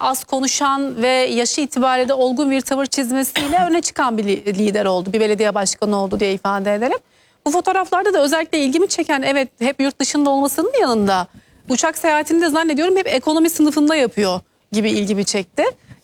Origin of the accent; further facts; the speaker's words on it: Istanbul, Turkey; İstanbul'da doğdum, büyüdüm.